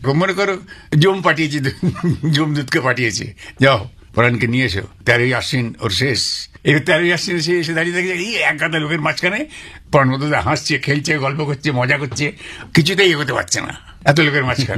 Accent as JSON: {"language": "Bangla", "town": "Jessore", "region": "Khulna Division", "country": "Bangladesh", "tie": "born or raised there", "also_born_or_lived": "Beleghata, Kolkata", "moved": "yes", "lives_now": "Kolkata, India", "said": "আমার বাবার বাপের বাড়ি ছিল আলাদা, আমার জন্ম হয়েছিল বেলেঘাটায়, আচ্ছা, মামা বাড়িতে, বাবার বাপের বাড়ি ছিল যশোরে, সেইখানে এই দিদা, তার কোলে আমি মানুষ হচ্ছি।"}